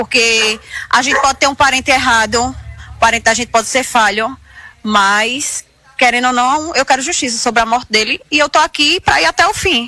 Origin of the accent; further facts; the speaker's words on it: Recife, Pernambuco, Brazil; also born or lived in Caruaru; Não, sou de Recife, morava aqui em Caruaru. Depois que minha mãe faleceu, eu fui morar no Recife.